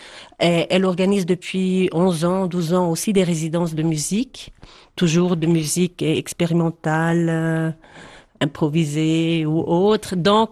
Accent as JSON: {"language": "French", "town": "Poschiavo", "region": "Graubünden", "country": "Switzerland", "also_born_or_lived": "Geneva", "said": "Quand j'étais à Genève et puis on me demandait, et je disais, je suis du Val Poschiavo"}